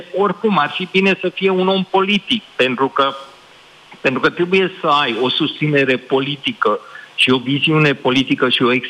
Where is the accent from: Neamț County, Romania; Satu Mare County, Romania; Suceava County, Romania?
Satu Mare County, Romania; Satu Mare; eu sunt din Satu Mare